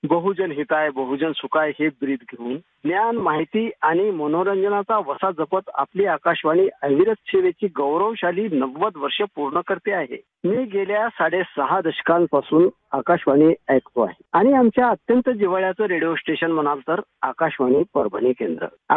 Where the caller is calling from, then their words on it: Walsangi, Maharashtra, India; राहणार वळसंगी, तालुका अहमदपूर, जिल्हा लातूर।